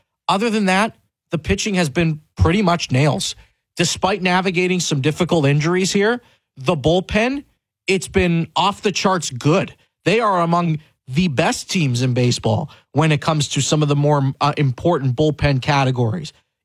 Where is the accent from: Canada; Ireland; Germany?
Canada; as Canadian sports fans